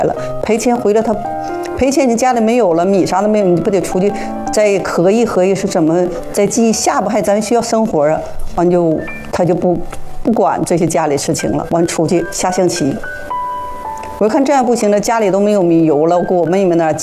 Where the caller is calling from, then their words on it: Northeast China, China; 我们也是我们老家，但他好像是河北的，上我们东北那边去了。